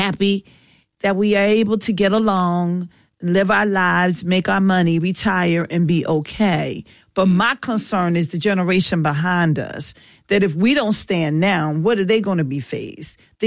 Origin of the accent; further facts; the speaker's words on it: Philadelphia, Pennsylvania, United States; from North Mary, Philly, you know.